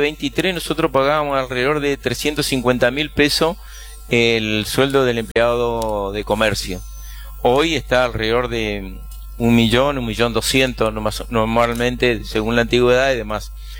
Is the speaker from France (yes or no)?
no; Argentina